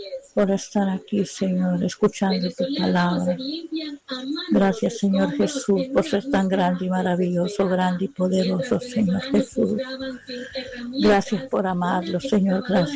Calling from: Honduras

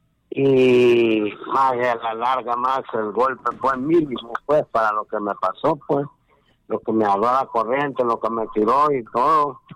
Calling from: Honduras; de la Miramesur.

